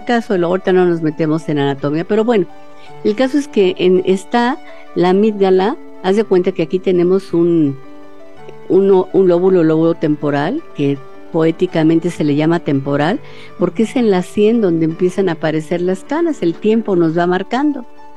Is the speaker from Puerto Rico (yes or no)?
no; Mexico; Pero la gran mayoría, como mexicanos, es todo al último.